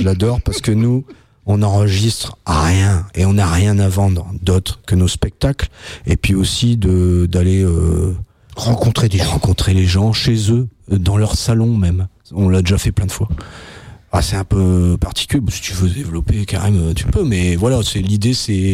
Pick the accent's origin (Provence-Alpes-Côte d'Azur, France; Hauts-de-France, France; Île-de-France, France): Hauts-de-France, France; Vignacourt; je viens de la vallée de la Nièvre, et puis j'ai fait toute mon enfance à Vignacourt